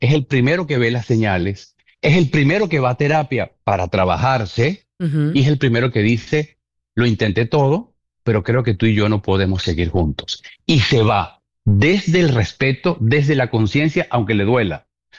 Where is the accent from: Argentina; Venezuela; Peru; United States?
Venezuela; empiezas a burlarte de mí, de mi acento, que si soy venezolano